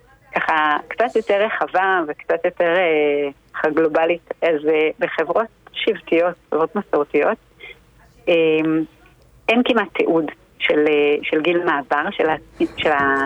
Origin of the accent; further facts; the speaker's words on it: HaGoshrim, Northern District, Israel; אני מקיבוץ הגושרים.